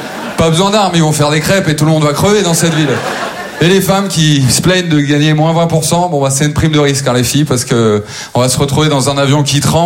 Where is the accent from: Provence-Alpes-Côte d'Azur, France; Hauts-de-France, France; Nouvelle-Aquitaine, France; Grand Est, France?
Hauts-de-France, France; Maubeuge; J'ai grandi à Maubeuge, c'est la 7e ville la plus pauvre de France, voilà, parce qu'ils ont fait un classement, les bâtards.